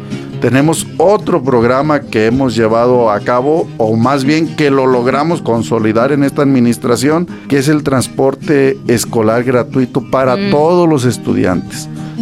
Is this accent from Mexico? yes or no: yes; Jalisco, Mexico; Sí, fíjate que nosotros ahora sí que somos jaliscienses, eso sí, que sea...